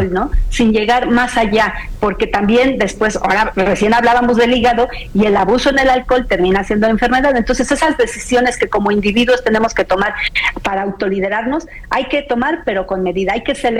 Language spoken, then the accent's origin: Spanish; Mexico